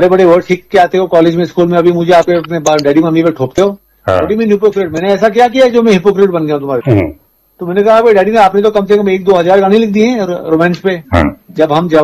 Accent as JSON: {"language": "Hindi", "region": "Punjab", "country": "India", "said": "तो मैंने कहा भाई हम तो पंजाबी हैं तो हमें पता है चक्कर का मतलब क्या होता है।"}